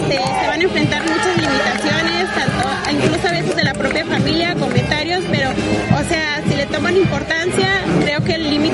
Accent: Zacatecas, Mexico; moved away as an adult; Yo soy originaria del estado de Zacatecas. Es muy raro que por acá gente del norte esté aquí en las costas, porque por lo regular es gente costera, pero pues el interés a pertenecer a la naval me hizo estar aquí. Tengo actualmente 21 años

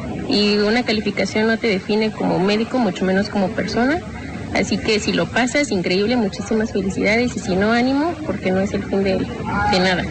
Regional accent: Oaxaca de Juárez, Oaxaca, Mexico; Soy originaria de Oaxaca, Oaxaca de Juárez

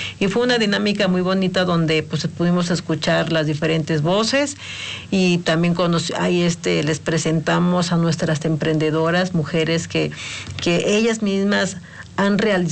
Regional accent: Puebla, Mexico; me siento muy orgullosa como poblana

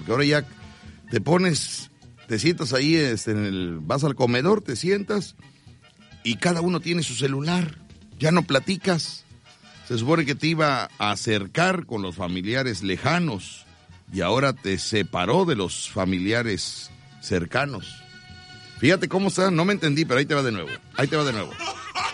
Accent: Mexico; also born or lived in Ecuador; Va contra los ecuatorianos, contra mi alma máster. Yo nací en Ecuador y de muy pequeño me vine a vivir a México.

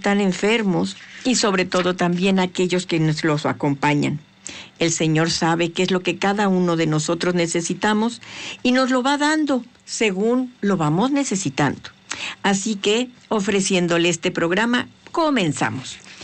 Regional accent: Mexico

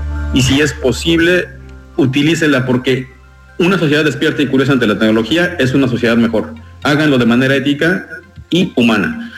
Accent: Mexico; porque somos mexicanos

